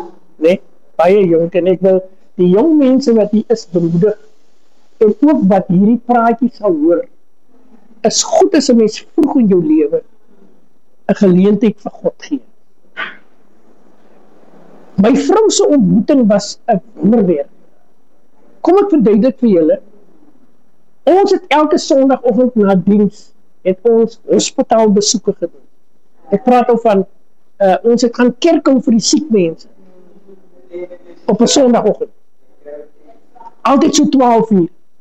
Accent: Mossel Bay, Western Cape, South Africa; Ek is baie bevoorreg gewees om hier in Mosselbaai gebore te word, nommer 121 Tarka Mosselbaai. Ek is in Bokralletjie is ek gebore.

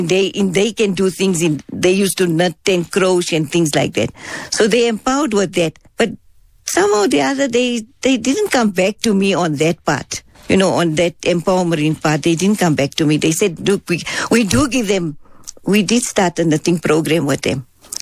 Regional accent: Johannesburg, Gauteng, South Africa; I grew up in Frida or Fitas, we were people all from that area.

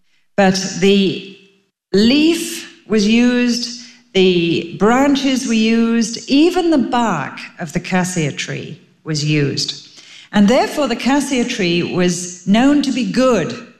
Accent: England, United Kingdom; Maybe I'm the only one that makes rice puddings, being English, but I always load it with cinnamon.

